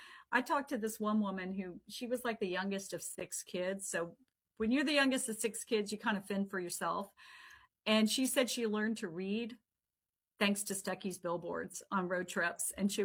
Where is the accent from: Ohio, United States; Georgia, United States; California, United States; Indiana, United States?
Georgia, United States; Eastman; It is in Eastman, Georgia. It's my hometown.